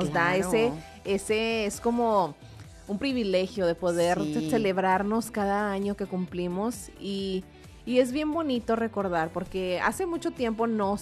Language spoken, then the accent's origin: Spanish; San Luis Potosí, Mexico; Uy, de mi tierra.